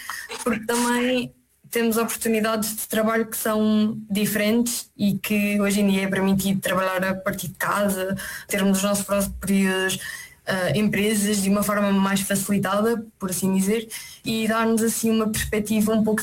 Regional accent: Portugal; acho que sempre percebi que existia uma realidade muito diferente daquilo que nós estávamos habituados a crescer em Portugal.

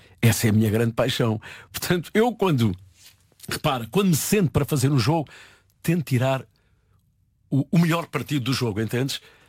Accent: Santarém, Centro, Portugal; born there; eu nasci em Santarém, trabalho em Lisboa

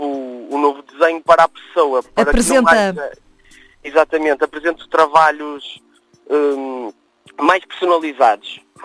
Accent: Esmoriz, Aveiro, Portugal; moved away as an adult; Eu sou oriundo de Ismuriz.

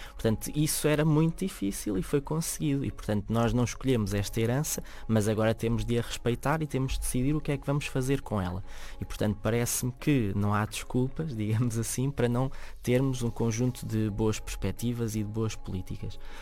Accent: Beira Alta, Portugal; O português no Alentejo ou mesmo na Beira Alta, que eu sou beirão, sei bem do que falo

